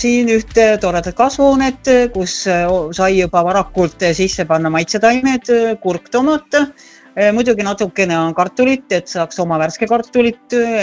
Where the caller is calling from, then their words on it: Pärnu County, Estonia; siin Pärnu maakonnast, kus te mind kätte saite, hetke tagasi paistis päike, praegu on pilves ja just tulin aiatöödelt, elan maapiirkonnas ja oman aiamaad.